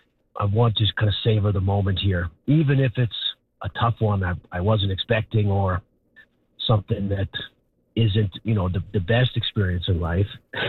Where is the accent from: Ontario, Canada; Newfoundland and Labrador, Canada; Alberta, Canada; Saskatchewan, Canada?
Saskatchewan, Canada; Carlisle; I was raised in Carlisle, Saskatchewan. And my parents, we had such a good upbringing, and a lot of it was, you know, rooted in Christian Bible study and that kind of thing.